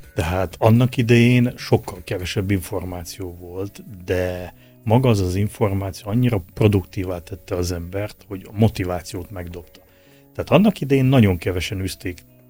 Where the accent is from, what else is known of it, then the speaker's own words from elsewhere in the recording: Tiszasalamon, Zakarpattia Oblast, Ukraine; olyan gyönyörű tájról, gyönyörű szűk pátriából érkezik az ember, mint Kárpátalja.